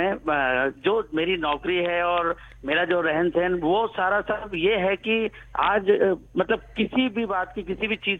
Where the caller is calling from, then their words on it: Dhar, Madhya Pradesh, India; बात कर रहा हूँ एमपी धार से।